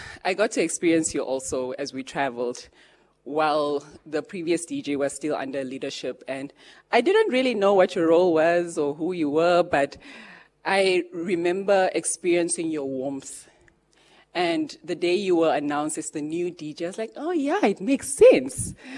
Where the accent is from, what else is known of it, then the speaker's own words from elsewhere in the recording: Namibia; although I come from the South.